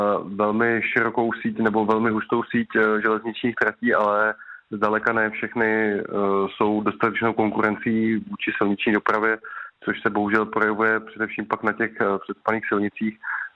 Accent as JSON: {"language": "Czech", "town": "Liberec", "region": "Liberec Region", "country": "Czechia", "said": "Já sám jsem z Liberce"}